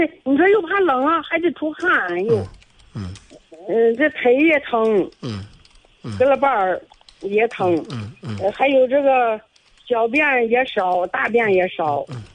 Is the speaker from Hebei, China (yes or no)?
yes; Mancheng, Hebei, China; 我是保定。